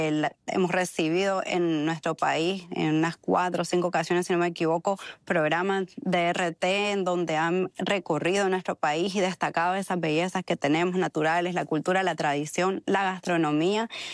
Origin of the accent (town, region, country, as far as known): Nicaragua